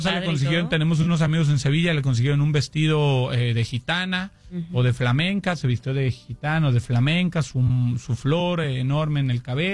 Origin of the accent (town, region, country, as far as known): Mexico; accent: Mexican